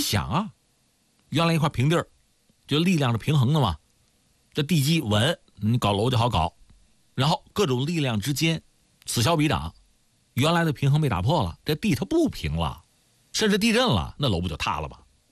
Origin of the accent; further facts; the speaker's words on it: China; 我们中国人